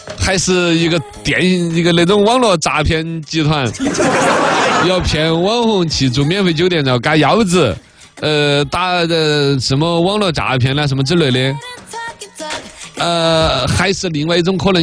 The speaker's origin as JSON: {"language": "Chinese", "country": "China", "said": "基本上跟我们中国人相对一个外国人"}